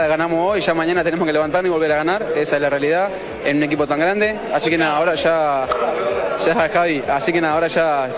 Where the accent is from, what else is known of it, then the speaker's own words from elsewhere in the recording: Uruguay; nosotros somos uruguayos con Miguel